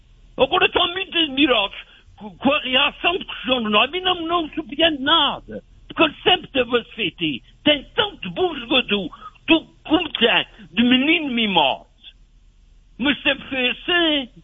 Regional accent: Portugal; E é como português

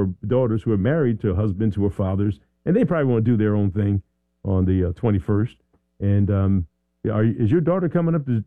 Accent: Philadelphia, Pennsylvania, United States; I'm from Philly.

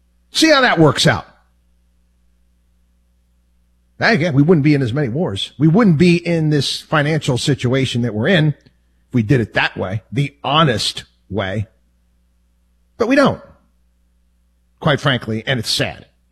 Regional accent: New York, United States; I grew up in New York.

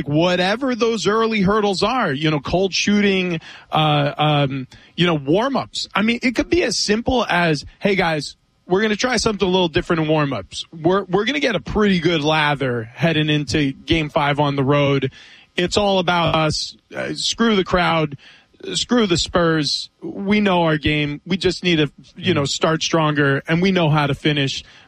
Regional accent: New York, United States; And I grew up in New York. I grew up a Knicks fan.

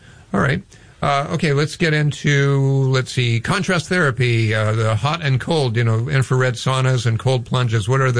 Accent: Hawaii, United States; Or as we, growing up in Hawaii, we just called it walking barefooted.

